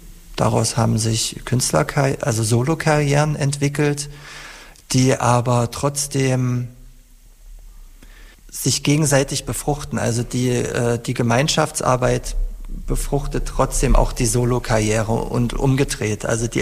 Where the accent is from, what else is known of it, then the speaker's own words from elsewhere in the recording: Germany; mit meinen eigenen persönlichen Erinnerungen an meine Kindheit in der DDR und an meine Jugend im wiedervereinigten Deutschland.